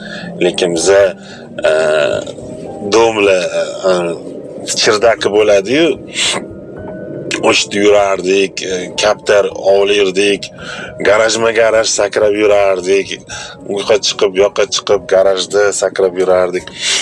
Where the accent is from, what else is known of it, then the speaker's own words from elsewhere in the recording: Tashkent, Uzbekistan; Mana shu bizam bolaligimiz Qo'yliq massiv 5-5 da o'tgan. Da ajoyib bo'lgan. O'zim 84-yilda tug'ilgan bo'lsam